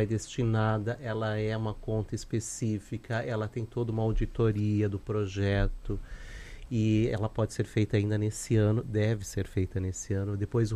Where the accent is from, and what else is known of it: Joinville, Santa Catarina, Brazil